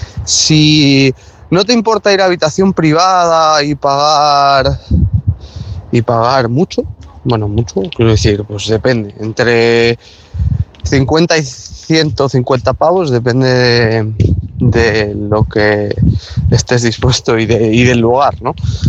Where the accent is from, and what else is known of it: Burgos, Castile and León, Spain